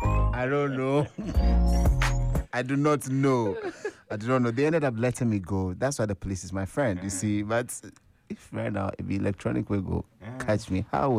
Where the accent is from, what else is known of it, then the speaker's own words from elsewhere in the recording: Ghana; They say, are you a Ghanaian? I say, I'm a Ghanaian. They say, do you live in Ghana? I say, yeah.